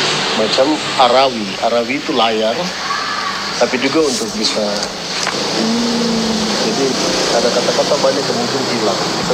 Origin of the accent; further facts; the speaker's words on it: Waropen, Papua, Indonesia; saya lahir bukan di Ansus. Saya besar di Waropen, waktu itu ikut Bapak kemana-mana tugas, saya ikut kemana-mana. Tapi terima kasih karena Bapak dan Mama, karena sama-sama orang Ansus, mereka bicara di dalam rumah pakai bahasa Ansus.